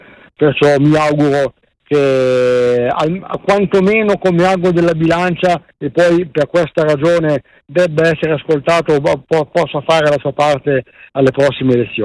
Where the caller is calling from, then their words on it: Alessandria, Piedmont, Italy; Buonasera, intanto sono da Alessandria e non da Roma.